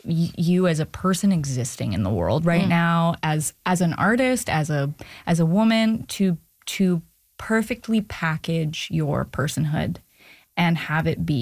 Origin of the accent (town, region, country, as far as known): Vancouver, British Columbia, Canada